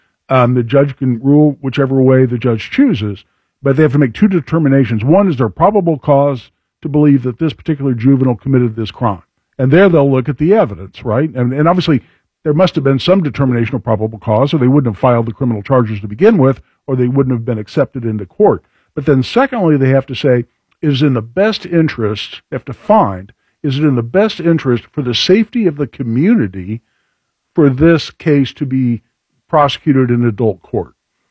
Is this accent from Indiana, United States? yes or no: yes; Carmel, Indiana, United States; Mayor Sue Finkham up in my neck of the woods, my hometown, Carmel